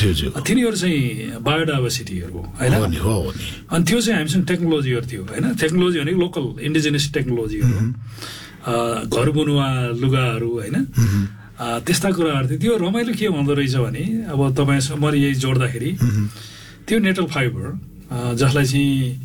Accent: Barakot, Gandaki Province, Nepal; म पनि गाउँमा बाख्रा हेर्न जान्थेँ, मेरो गाउँ चाहिँ बागलुङको चाहिँ बाराकोट भन्ने गाउँ हो

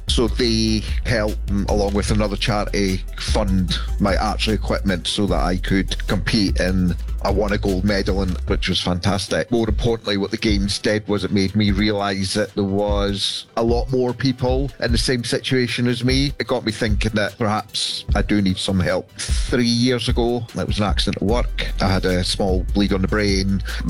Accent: Brechin, Scotland, United Kingdom; moved away; After my separation, myself and my daughter, we decided to move back up to Scotland because I'm originally from Brechin.

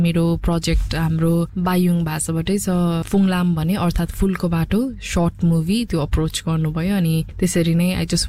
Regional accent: Koshi Province, Nepal; now in Brunei; म चाहिँ एउटा कलाकार हुँ र म चाहिँ सोलुखुम्बुबाट हुँ र अहिले हाल चाहिँ ब्रुनाईमा छु.

